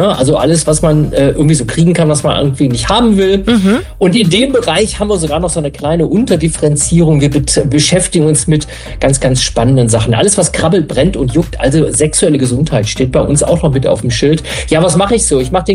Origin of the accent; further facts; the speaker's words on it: Mülheim an der Ruhr, North Rhine-Westphalia, Germany; now in Berlin, Germany; Ich komme aus Mülheim an der Ruhr, da bin ich tatsächlich mal geboren. Da komme ich her, aber da bin ich natürlich schon lange nicht mehr.